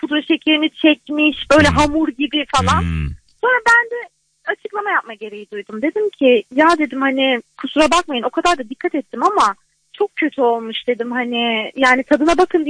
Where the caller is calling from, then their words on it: Istanbul, Turkey; ben İstanbul'dan.